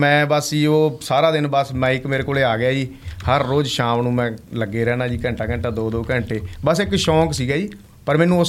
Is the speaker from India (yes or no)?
yes; Sri Muktsar Sahib district, Punjab, India; moved away as an adult; now in New Zealand; ਮੈਂ ਪੰਜਾਬ ਦੇ ਵਿੱਚ ਜ਼ਿਲ੍ਹਾ ਸ਼੍ਰੀ ਮੁਕਤਸਰ ਸਾਹਿਬ ਜੀ, ਪਿੰਡ ਮੇਰਾ ਬਲਮਗੜ੍ਹ ਹੈ ਜੀ, ਛੋਟਾ ਪਿੰਡ ਆ ਮੁਕਤਸਰ ਦੇ ਨਾਲ